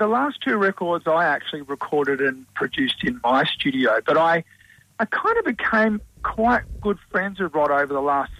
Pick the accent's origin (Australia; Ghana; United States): Australia; Launceston, Tasmania; moved away; also born or lived in Melbourne; I was born in Launceston. I was born and raised there.